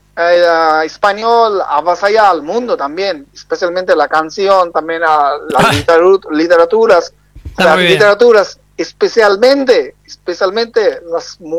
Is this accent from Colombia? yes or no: no; Bangladesh; Spanish is a second language